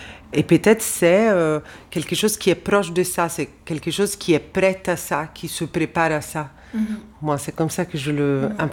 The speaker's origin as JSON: {"language": "French", "town": "Rome", "region": "Lazio", "country": "Italy", "tie": "born or raised there", "said": "Moi, j'ai grandi à Rome et j'étais adolescente, disons, dans les années 90"}